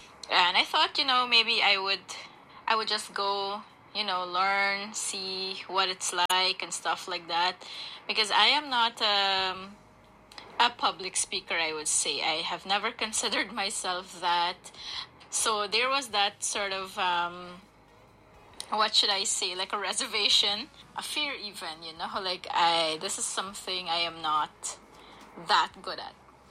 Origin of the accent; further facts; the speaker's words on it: Aishalton, Upper Takutu-Upper Essequibo, Guyana; from Aishalton in Region 9. And I was one of the first trainees there at Radio Aishalton.